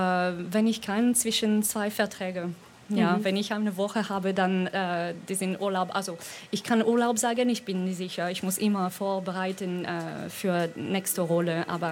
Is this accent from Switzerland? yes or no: no; southern France, France; German is a second language; weil ich komme aus Südfrankreich und es ist dort extrem warm.